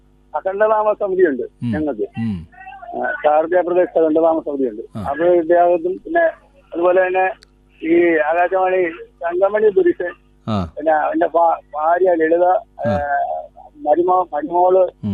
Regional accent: Thrikkunnapuzha, Kerala, India; തൃക്കുന്നപ്പുഴ, ആലപ്പുഴയിൽ.

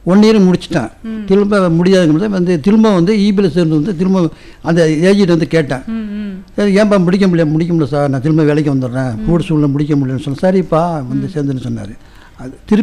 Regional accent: Mayiladuthurai district, Tamil Nadu, India; மயிலாடுதுறை மாவட்டம் இழுப்பூர் சங்கரம்பந்தல் அழகான கிராமத்தில் பிறந்து வளர்ந்து சங்கரம்பந்தம் உயர்நிலைப்பள்ளியில் படித்து முடிச்சுட்டு

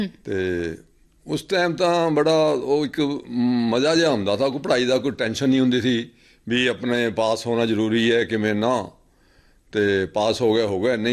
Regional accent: Malerkotla, Punjab, India; ਮੇਰਾ ਜਨਮ ਜੀ ਜਨਵਰੀ 1950 'ਚ ਮਲੇਰਕੋਟਲੇ ਹੋਇਆ ਸੀ

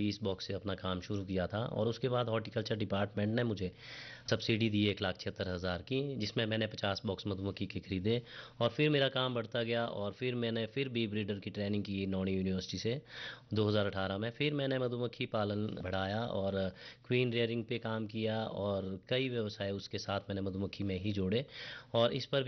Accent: Rohru, Himachal Pradesh, India; और मैं रोहड़ू का रहने वाला हूँ

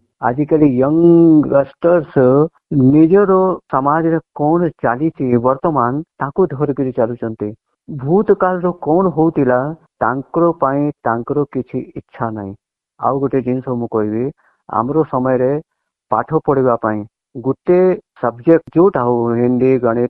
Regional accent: Prayagraj, Uttar Pradesh, India; ଆମର ଜନ୍ମସ୍ଥାନ ଅଛି ଆହ୍ଲାବାଦ ପ୍ରୟାଗରାଜ ଆଜି ପ୍ରୟାଗରାଜ ତାକୁ କୁହାଯାଉଛି। ତ ଗଙ୍ଗା କିନାରେ ମୋର ଜନ୍ମସ୍ଥଳୀ

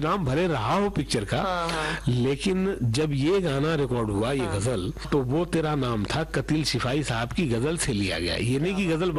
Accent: Surat, Gujarat, India; now in Mumbai, India; तो मैं सूरत से मुंबई आ गया 2001 फरवरी में

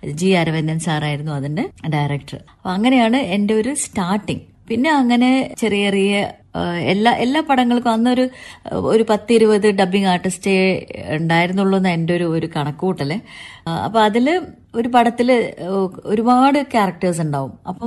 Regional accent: Kannur, Kerala, India; born there; moved away; also born or lived in Chennai; ഞാൻ ജനിച്ചത് കണ്ണൂരാണ്.

